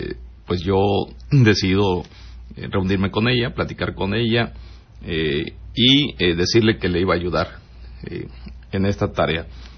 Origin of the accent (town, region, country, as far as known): Guerrero, Mexico